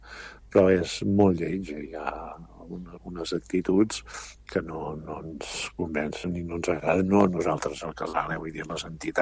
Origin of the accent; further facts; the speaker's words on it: Girona, Catalonia, Spain; jo soc gironí